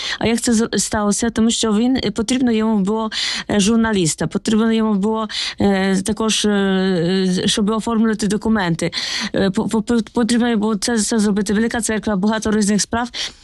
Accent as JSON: {"language": "Ukrainian", "country": "Poland", "tie": "born or raised there", "moved": "yes", "said": "я сама з Польщі родом"}